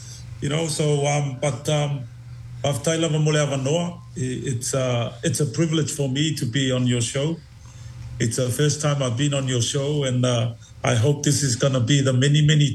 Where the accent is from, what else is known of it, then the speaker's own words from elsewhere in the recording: Otara, Auckland, New Zealand; also born or lived in Elisefo, Samoa; I was born here and I was raised in New Zealand. I was one of those Otara, you know, generation